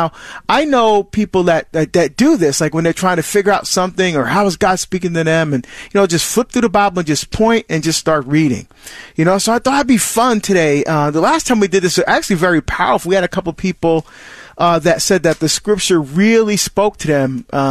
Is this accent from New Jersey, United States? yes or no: yes; New Jersey, United States; moved away; I get to go to my home state of New Jersey